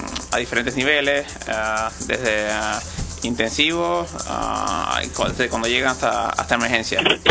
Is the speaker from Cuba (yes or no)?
yes; Cuba; moved away as an adult; now in Puerto Rico; vengo de Cuba. Allá hice una especialidad de cardiología.